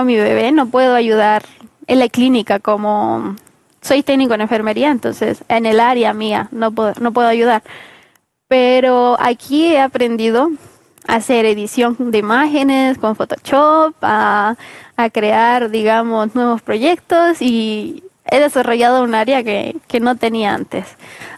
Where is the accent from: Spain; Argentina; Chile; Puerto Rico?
Chile; moved away as an adult; now in Bolivia; no soy de Bolivia, soy de Chile. Gracias a Dios ya llevamos a ver casi 4 años aquí en Bolivia, entre ir y venir de mi país.